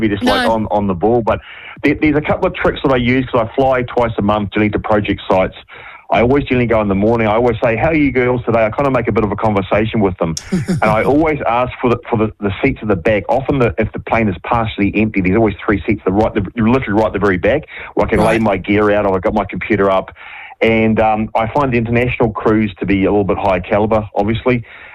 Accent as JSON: {"language": "English", "country": "New Zealand", "said": "You go through as a Kiwi"}